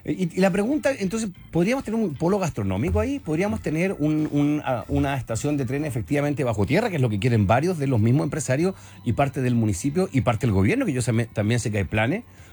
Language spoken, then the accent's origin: Spanish; Osorno, Los Lagos, Chile; Somos del sur, somos de Osorno.